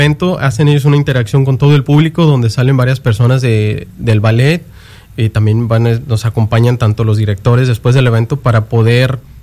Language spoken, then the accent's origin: Spanish; Mexico; now in United States; en mi caso, sigo siendo mexicano, mis raíces mexicanas